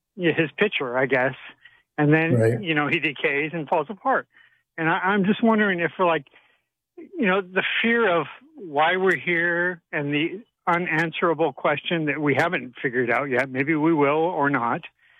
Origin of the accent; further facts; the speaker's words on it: Sedona, Arizona, United States; And well, I grew up in Sedona, Arizona.